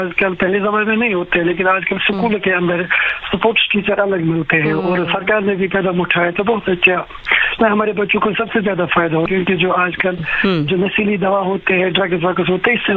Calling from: Jammu and Kashmir, India

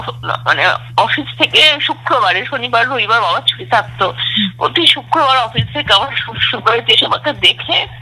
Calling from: Kolkata, West Bengal, India; আমি ঢাকুরিয়া থেকে

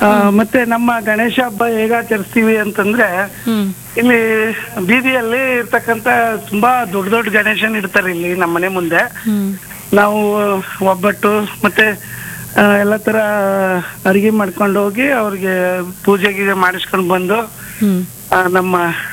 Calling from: Karnataka, India; ಆಟಿ ನಗರದಿಂದ ಮಾಡ್ತಿದ್ದೀವಿ ಮೇಡಮ್.

